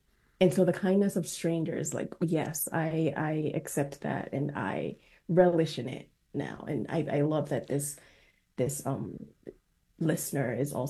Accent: Lagos, Nigeria; I mean, I grew up in Lagos, Nigeria, so I feel like the hustle and bustle is intrinsically part of who I am.

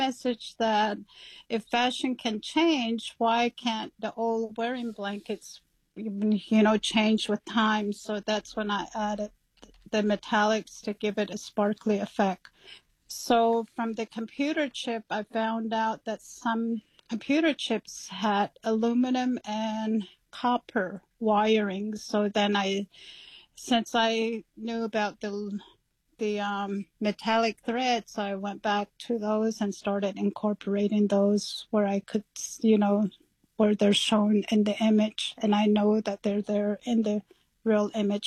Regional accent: Navajo Nation, United States; I was raised on Navajo land

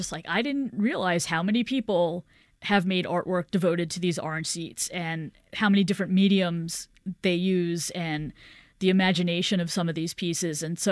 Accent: New York, United States; But I mean, again, you know, as a New Yorker, don't you feel trapped in many situations?

